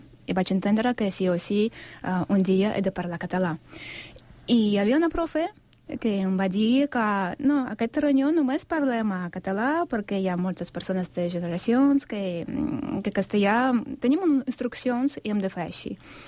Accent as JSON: {"language": "Catalan", "town": "Sant Cugat del Vallès", "region": "Catalonia", "country": "Spain", "said": "Soc de Sant Cugat, però cada setmana vaig a Vilafranca del Penedès perquè els senseis són meravellosos."}